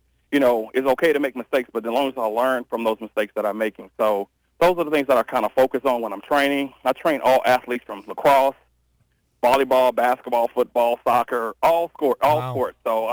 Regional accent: East St. Louis, Illinois, United States; I'm from East St. Louis at the time, so I'm like, well, I can still claim Illinois, can I, even though we stay on the Missouri side, right?

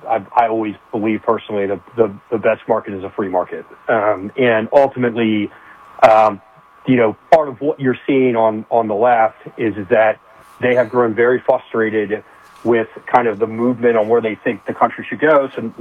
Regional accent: Germantown, Maryland, United States; I actually grew up in Germantown. I grew up and went back and forth.

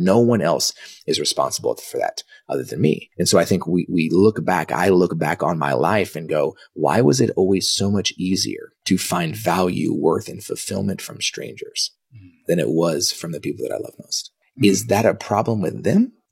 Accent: Dallas, Texas, United States; also born or lived in Kansas; So I was born in 1983. I was born in Kansas. I only lived there about a week. Came back to Dallas

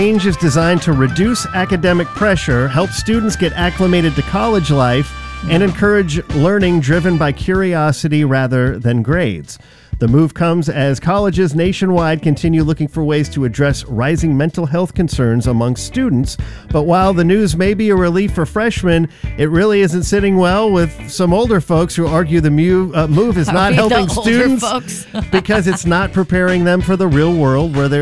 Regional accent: California, United States; born there; also born or lived in Illinois; as someone who moved at, at 6 years old, I moved from Illinois to California

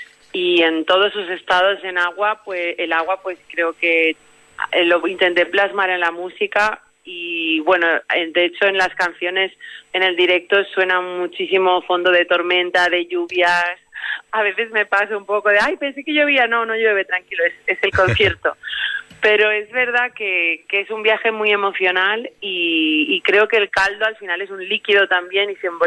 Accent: Galicia, Spain; Me crié en la zona de mar, soy de la Ría de Arousa, y al final me crié viendo el mar, me crié mirando las mariscadoras, y de alguna manera, aunque ahora ya no vivo cerca del mar

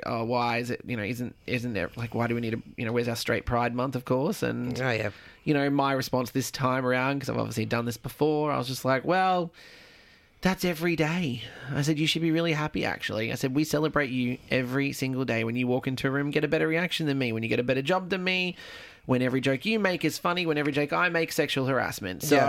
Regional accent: Coffs Harbour, New South Wales, Australia; I'm from Coffs, so I totally get it.

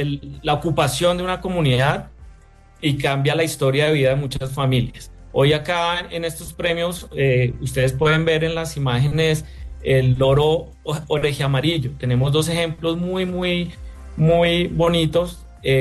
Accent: Colombia

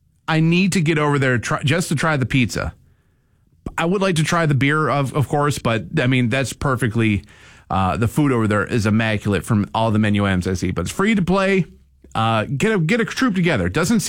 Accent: Taylor, Michigan, United States; I grew up in the Downriver area and in Taylor.

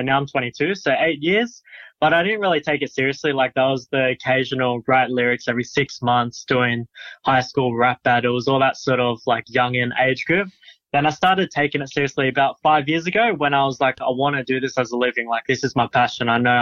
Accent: Dubbo, New South Wales, Australia; Yeah, so I'm from Wiradjuri mob, so that's down in Dubbo

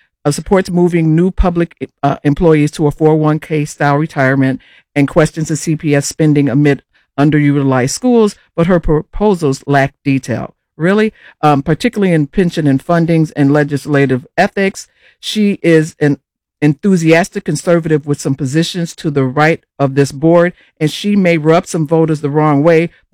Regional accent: Chicago, Illinois, United States; They said I grew up on the South Side. I grew up on the West Side

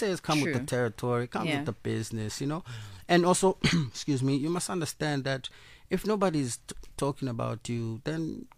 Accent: Cape Town, Western Cape, South Africa; Skomline is basically a nickname for my hometown.

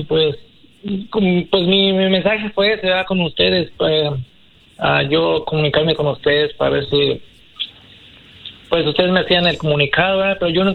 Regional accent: Puebla, Mexico; moved away; Pues mira, yo soy de México, de la... Bueno … me presento, soy de la ciudad de Puebla. Y estoy aquí desde el 2007, un tiempo que llegué para acá a trabajar en restaurante

